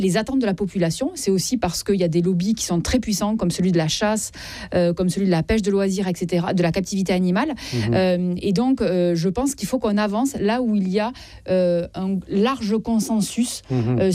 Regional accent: Southwest France, France; Je suis du Sud-Ouest.

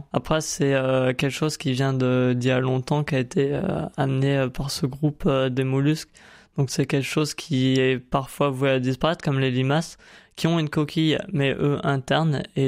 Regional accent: Grand Est, France; moved away as an adult; also born or lived in Morlaix, Brittany; Moi j'ai fait un bac pro gestion des milieux naturels et la faune à côté de Troyes dans l'Aube, là d'où je viens.

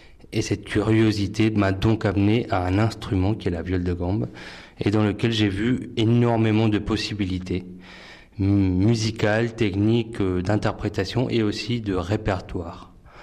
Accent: Spain; Donc j'ai commencé bien évidemment, comme vous l'avez dit, par le folklore dans ma ville natale en Espagne.

